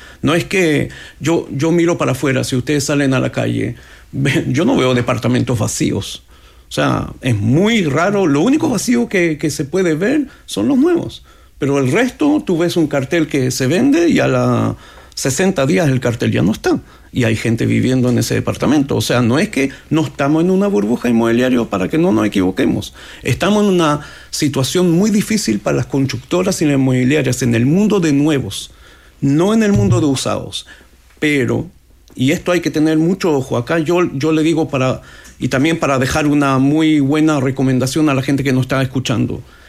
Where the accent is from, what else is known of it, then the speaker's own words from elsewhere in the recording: Chile; La ventaja que tenemos como chileno de tener la UEF es que el banco te puede prestar con tasas de 4,8 y a 25 años